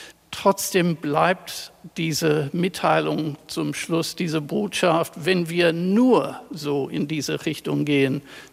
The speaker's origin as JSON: {"language": "German", "town": "Brisbane", "region": "Queensland", "country": "Australia", "tie": "born or raised there", "said": "Ich von meiner Heimatstadt Brisbane an der Küste und ich war regelrecht sehr angetan von der Naturwelt, die um mir herum zu hören war"}